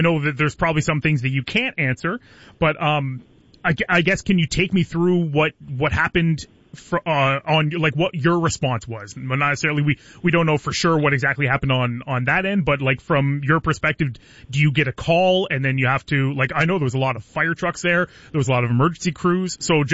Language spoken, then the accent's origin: English; Belle River, Ontario, Canada; I am a county kid. I grew up in Pewson in Bell River